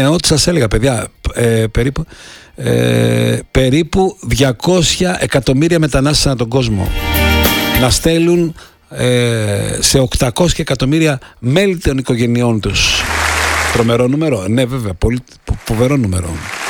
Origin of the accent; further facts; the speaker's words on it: Greece; Και εμείς πρέπει να το ξέρουμε ως Έλληνες αυτό, ε.